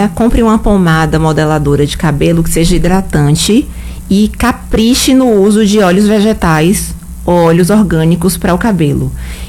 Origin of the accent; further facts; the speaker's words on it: Bahia, Brazil; eu sou do interior da Bahia, lá tinha uma academia. Hoje tem mais de 50 academias numa cidade pequena.